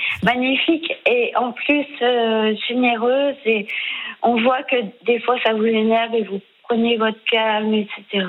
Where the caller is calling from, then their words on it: Vierzon, Centre-Val de Loire, France; Bah, je suis dans une pension de famille à Vierzon.